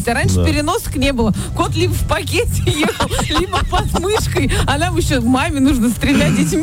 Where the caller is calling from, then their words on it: Volgograd, Volgograd Oblast, Russia; Волгоград